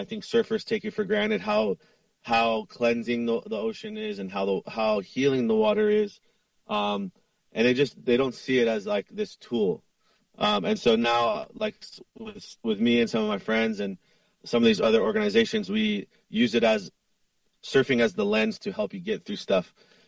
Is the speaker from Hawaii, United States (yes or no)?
yes; Makaha, Hawaii, United States; And growing up in Makaha and seeing these guys use literally anything to surf, from a piece of wood, railroad ties cut down and strapped together